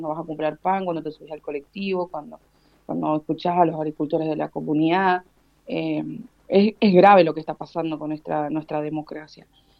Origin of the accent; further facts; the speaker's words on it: Mendoza, Argentina; yo a mi provincia, creo que nuestra provincia tiene mucha historia, mucha memoria